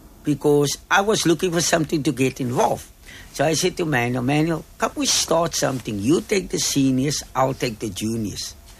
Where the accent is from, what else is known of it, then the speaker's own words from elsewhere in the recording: Atlantis, Western Cape, South Africa; I grew up in Atlantis.